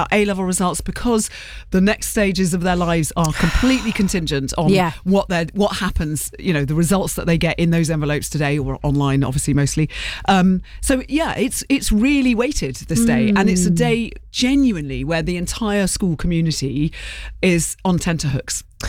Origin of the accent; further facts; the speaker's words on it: London, United Kingdom; I grew up in London. I was educated in a brilliant school in North London.